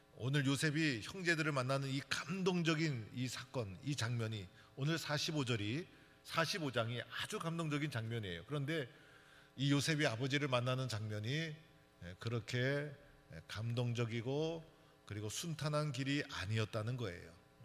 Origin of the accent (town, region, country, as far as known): South Korea